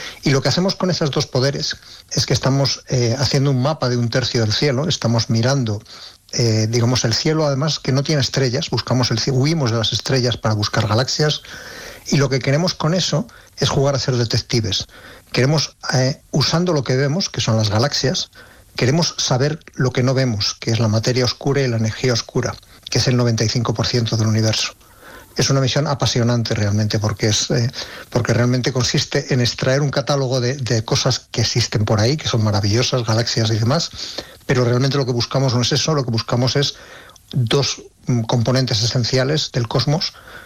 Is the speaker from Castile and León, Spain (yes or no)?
yes; Ávila, Castile and León, Spain; Sí, yo soy de Ávila, y en Ávila tenemos unos cielos envidiables